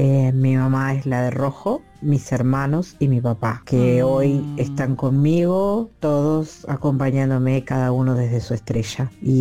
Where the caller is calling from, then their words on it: Quilmes, Buenos Aires Province, Argentina; de Quilmes